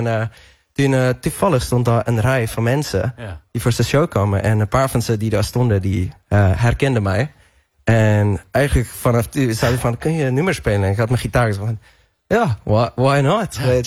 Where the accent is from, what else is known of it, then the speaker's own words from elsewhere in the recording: South Africa; moved away; Ik ben opgegroeid in Zuid-Afrika.